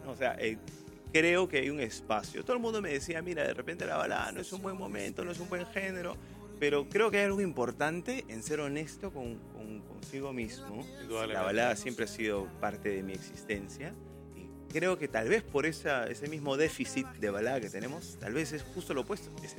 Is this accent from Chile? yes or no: no; Peru; moved away as an adult; also born or lived in Miami, Florida; este es mi terruño